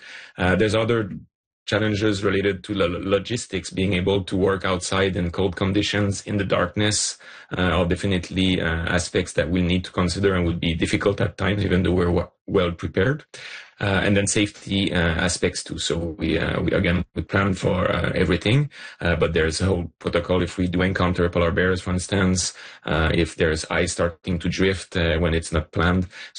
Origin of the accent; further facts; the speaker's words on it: Quebec, Canada; I'm from Northern Quebec, so I like the winter and the cold.